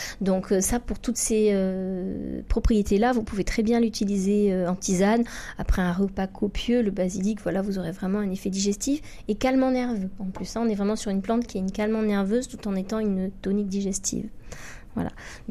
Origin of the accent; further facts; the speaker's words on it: Provence-Alpes-Côte d'Azur, France; je suis provençale